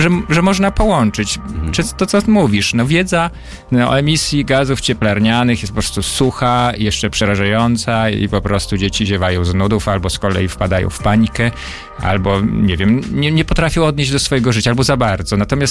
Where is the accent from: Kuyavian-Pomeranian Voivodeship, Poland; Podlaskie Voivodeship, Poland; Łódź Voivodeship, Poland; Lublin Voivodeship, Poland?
Podlaskie Voivodeship, Poland; now in near Warsaw, Poland; na moim rodzinnym Podlasiu, skąd pochodzę